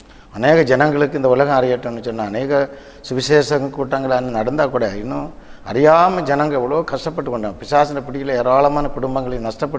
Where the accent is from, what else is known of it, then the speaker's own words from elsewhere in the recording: Kanyakumari district, Tamil Nadu, India; first language Tamil; இப்போ எங்கள் ஊரை பொறுத்தவரையும் கன்னியாகுமரி மாவட்டம் மார்த்தாண்டம் தாண்டி படந்தாலுமட்டுன்னு சொல்லக்கூடிய ஒரு ஏரியா. எல்லாமே சுற்றி ஒரு ரோட்டுக்கு அந்த பக்கம் கேரளா, ஒரு ரோட்டு பக்கம் தமிழ்நாடு. ஆனால் தமிழ்நாட்டில் நான் பிறந்திருக்கிறேன். தமிழ் தான் என்னோட தாய்மொழி.